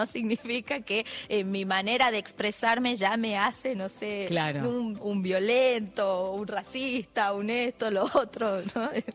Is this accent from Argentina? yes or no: yes; Argentina; Y sí, somos todos argentinos